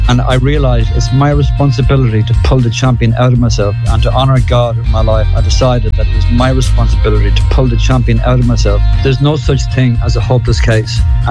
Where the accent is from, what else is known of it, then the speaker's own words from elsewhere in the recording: Dublin, Leinster, Ireland; Well, I'm Irish. I'm brought up in Dublin, a Catholic business family.